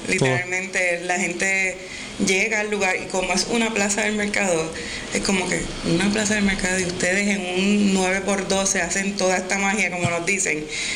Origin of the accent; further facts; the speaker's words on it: Sabana Grande, Puerto Rico; Yo soy de Sabana Grande, somos un pueblo, como digo Jan, con un paladar criollito.